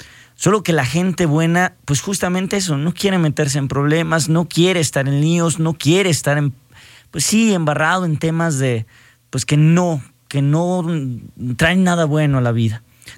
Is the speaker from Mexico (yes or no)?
yes; Mexico; aprecio mucho ser mexicano y haber nacido con esta sangre que le echa ganas, que no se raja.